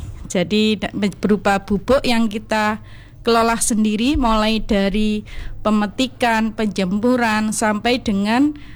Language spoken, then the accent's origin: Indonesian; Sumbermanjing Wetan, East Java, Indonesia; saya berasal dari Sumawe